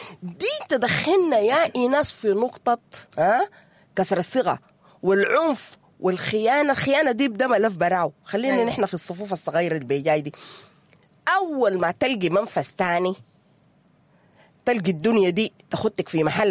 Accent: Sudan; نحن كسودانيين متعودين على الاحتزار

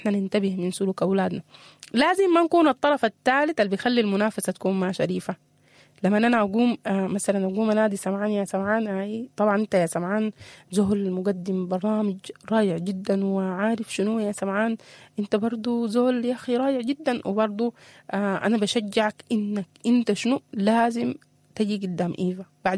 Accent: Sudan; ونحن ده حاصل عندنا في السودان كثير جدا في سياساتنا الكبيرة ولا سياساتنا الصغيرة, حتى في مجتمعاتنا.

